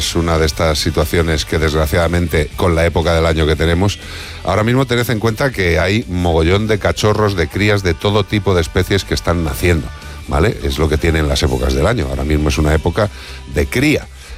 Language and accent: Spanish; Galicia, Spain